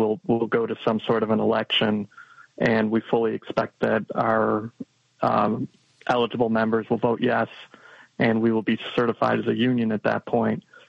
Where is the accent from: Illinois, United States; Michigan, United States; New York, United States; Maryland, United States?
Illinois, United States; Arlington Heights; I was raised in Arlington Heights, and I went to Buffalo Grove High School